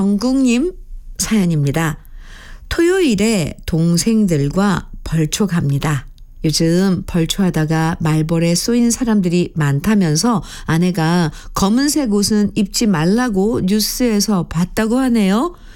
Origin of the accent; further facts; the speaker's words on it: Gyeongsang, South Korea; 제가 고향이 경상도라 어릴 때부터 이맘때쯤이면 흑당콩을 삶아서 먹었는데